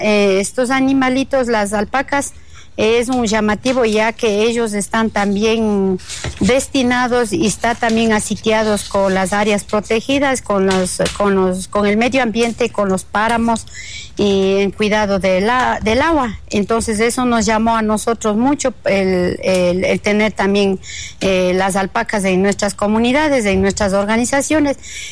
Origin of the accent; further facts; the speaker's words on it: Sacha, Cotopaxi, Ecuador; vengo de la comunidad de Sacha.